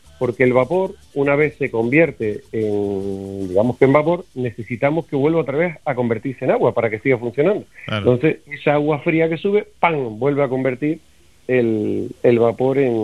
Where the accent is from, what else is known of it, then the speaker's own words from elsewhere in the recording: Canary Islands, Spain; para sitios como Canarias, que dependemos todavía de las energías fósiles